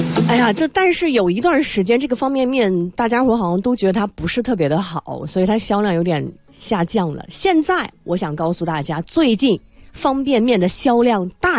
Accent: Shanxi, China; 作为我们山西人来说，面食啊，面食大省。

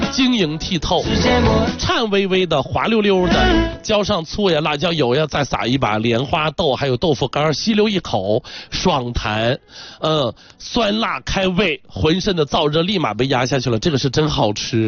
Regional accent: Lingchuan, Shanxi, China; born there; also born or lived in Yuncheng; 你们说，哎呦，你不是临川的吗？

